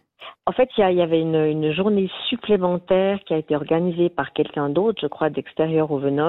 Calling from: Yverdon-les-Bains, Vaud, Switzerland; j'appelle du Nord Vaudois, à Yverdon, les Bains.

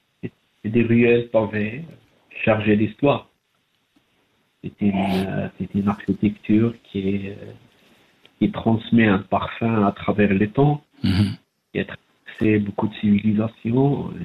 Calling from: Algiers, Algiers Province, Algeria; Oui, c'est toujours à Alger.

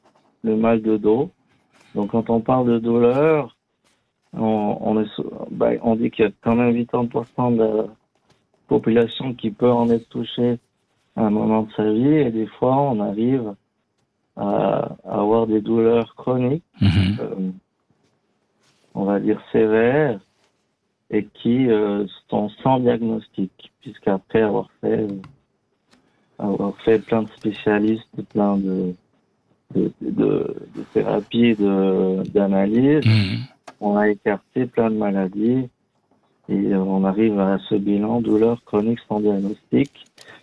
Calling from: Valais, Switzerland; j'ai 24 ans, j'habite en Valais.

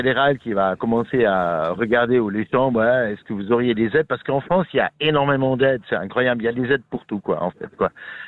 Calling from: Switzerland

